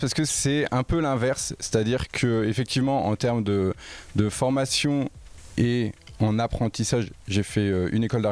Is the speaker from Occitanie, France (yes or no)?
no; Bourges, Centre-Val de Loire, France; moved away as an adult; now in Loiret, France; moi qui ai pu grandir à Bourges, il y avait la ville, puis assez rapidement des paysages assez plats, mais assez infinis.